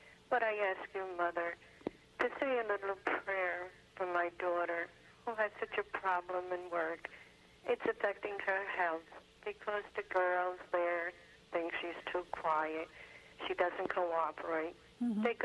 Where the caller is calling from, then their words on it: New Jersey, United States; I'm calling from Jersey.